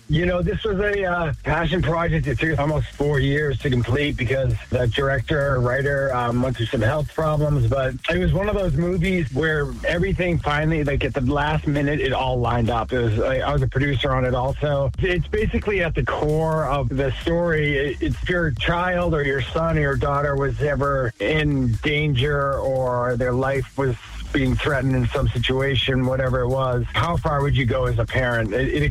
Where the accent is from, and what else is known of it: Plymouth, Massachusetts, United States; born or raised there